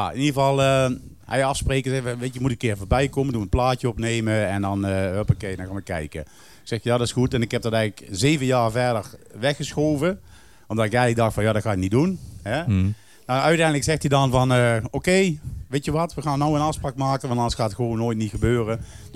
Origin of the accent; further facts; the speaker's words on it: Kerkrade, Limburg, Netherlands; now in Heerlen, Netherlands; wij komen beide van Kerkrade, in Zuid-Limburg natuurlijk.